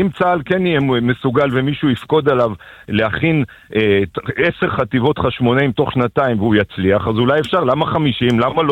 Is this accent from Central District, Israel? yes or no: no; Jerusalem, Jerusalem District, Israel; ואני שגדלתי בציונות הדתית ובישיבת נתיב מאיר בירושלים